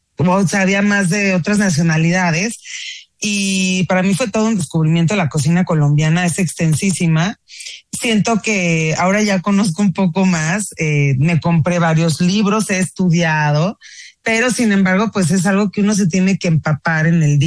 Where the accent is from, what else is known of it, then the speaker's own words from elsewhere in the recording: Mexico; es una cocina que a mí me resulta como mexicana bastante dulce